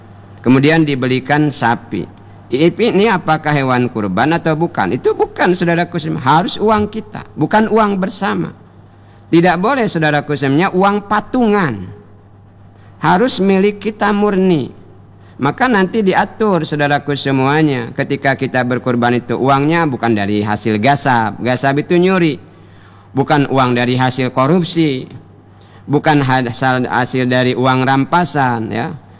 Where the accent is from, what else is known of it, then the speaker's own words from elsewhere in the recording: Bangka Belitung Islands, Indonesia; kata kita orang Bangka